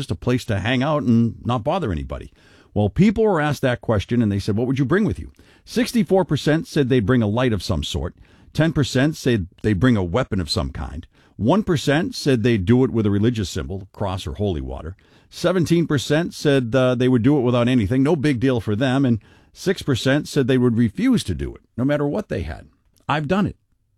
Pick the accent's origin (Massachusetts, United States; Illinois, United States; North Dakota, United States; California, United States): Massachusetts, United States; Boston; where I grew up in Boston, there's a cemetery called Cedar Grove, and it is the only cemetery in the world that has a trolley running through it.